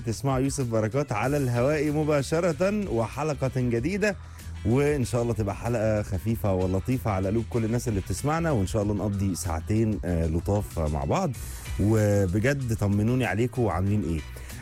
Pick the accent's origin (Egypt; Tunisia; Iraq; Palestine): Egypt; لينا كلنا كمصريين